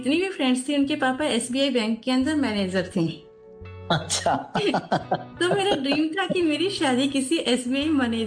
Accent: Rajasthan, India; Sir मैं राजस्थान से हूँ।

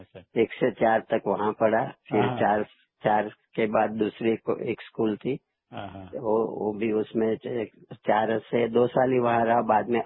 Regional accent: Ahmedabad, Gujarat, India; born there; तो मेरा तो जन्म अहमदाबाद में हुआ था

